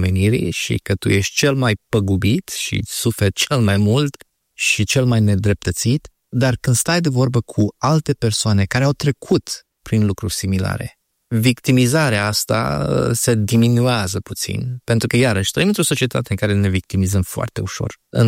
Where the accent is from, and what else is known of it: Romania; moved away; also born or lived in Dublin, Ireland